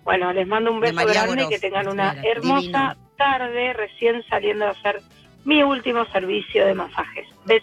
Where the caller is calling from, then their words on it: Bella Vista, Argentina; Soy de Bellavista.